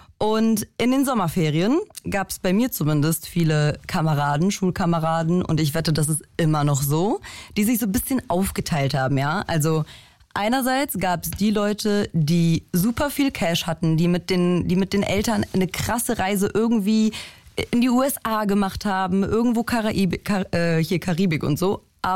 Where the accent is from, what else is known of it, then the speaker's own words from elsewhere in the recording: Poland; now in Germany; ich bin Polin.